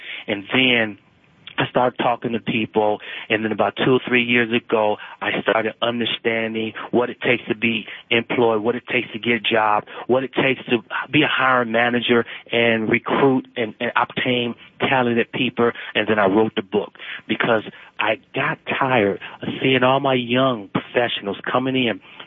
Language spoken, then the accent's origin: English; Michigan, United States; moved away; I'm from Michigan.